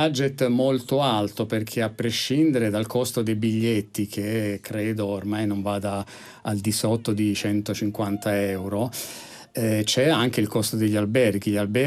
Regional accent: Rome, Lazio, Italy; per noi che siamo romani

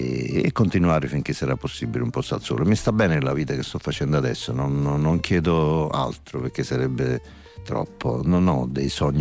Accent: Naples, Campania, Italy; Io ne posso parlare male e dire magari che cosa non mi piace, ma io da napoletano lo posso fare, ma altri no.

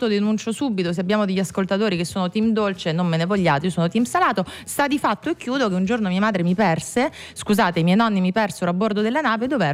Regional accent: Salerno, Campania, Italy; now in Rome, Italy; E sono di Salerno, ma vivo a Roma.

